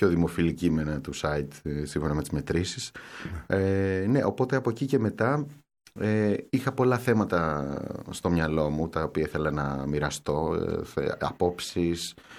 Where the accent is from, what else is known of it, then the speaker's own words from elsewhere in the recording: Kalamata, Peloponnese, Greece; also born or lived in Agrinio / Athens; γεννήθηκα στο Αγρίνιο πριν 40 χρόνια.